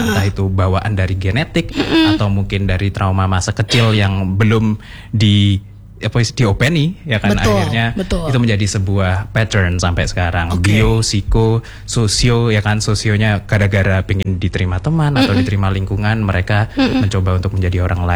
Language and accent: Indonesian; Java, Indonesia; saya orang Jawa jadi taunya cuma budaya Jawa.